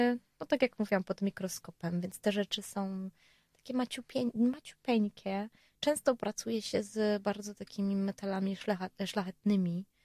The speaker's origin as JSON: {"language": "Polish", "region": "Silesian Voivodeship", "country": "Poland", "said": "Ja nie lubiłam nigdy języka polskiego i zawsze mówiłam wszystkim, że słuchajcie, ja jestem ze Śląska, okej?"}